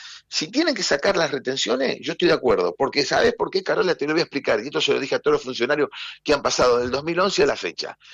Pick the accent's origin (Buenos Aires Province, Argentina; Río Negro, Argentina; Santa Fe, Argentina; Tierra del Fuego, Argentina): Buenos Aires Province, Argentina; Marcos Paz; Yo en Marcos Paz, que soy de Marcos Paz, prácticamente hoy son muy pocos los que siembran maíz.